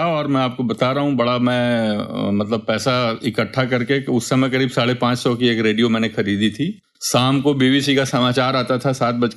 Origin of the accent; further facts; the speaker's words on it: Uttar Pradesh, India; मैं पूर्वांचल के जिले से हूँ